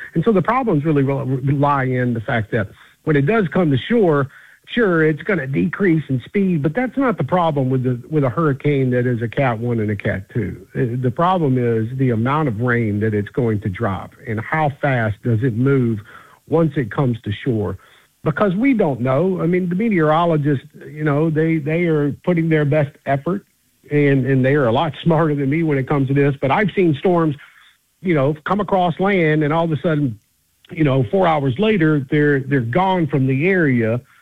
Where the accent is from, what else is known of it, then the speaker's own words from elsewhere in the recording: Mobile, Alabama, United States; moved away; So I grew up in Mobile, Alabama, where I was born and raised, and man, went to school down there.